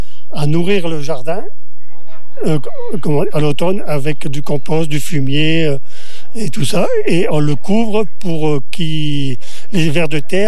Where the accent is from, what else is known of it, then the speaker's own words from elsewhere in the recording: Hauts-de-France, France; Bon, moi, je suis d'origine du Pas-de-Calais. Et la culture, elle n'est pas faite pareil. Mais j'ai appris à cultiver ici.